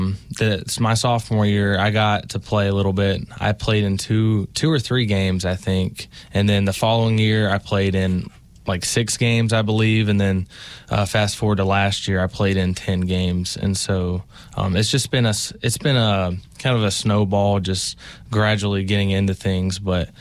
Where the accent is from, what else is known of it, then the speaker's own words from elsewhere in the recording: Abingdon, Virginia, United States; I'm from Abingdon.